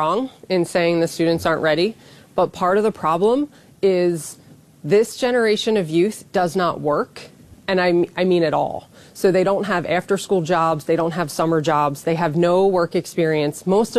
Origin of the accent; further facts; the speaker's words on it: East Coast, United States; I'm from the East Coast, so they shovel snow, like things like